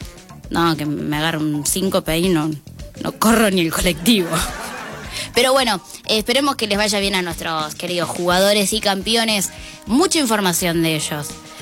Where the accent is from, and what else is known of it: Argentina